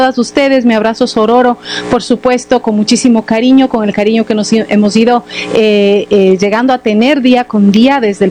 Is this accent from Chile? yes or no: no; Ecuador; moved away as an adult; now in Caracas, Venezuela; yo feliz, ecuatoriana, que se encuentra una semanita más en Caracas.